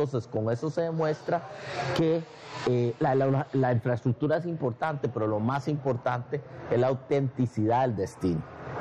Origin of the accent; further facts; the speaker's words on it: Limón, Costa Rica; de cómo yo vengo de Limón, que es una de las provincias de Costa Rica, que comparte gastronomía, cultura, idioma con San Andrés.